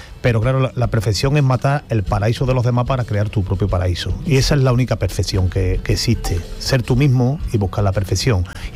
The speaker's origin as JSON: {"language": "Spanish", "town": "Seville", "region": "Andalusia", "country": "Spain", "said": "Bueno, yo soy muy sevillano"}